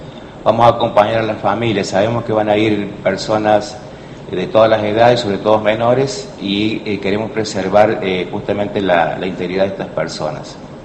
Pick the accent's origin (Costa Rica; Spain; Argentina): Argentina